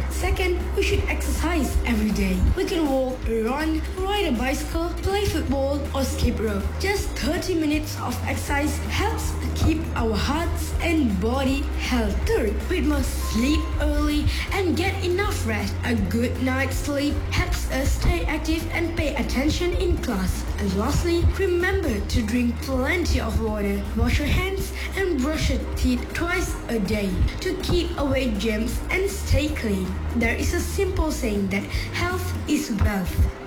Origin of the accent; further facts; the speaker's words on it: Chile; English is a second language; and I'm from Asikidilana, Chile.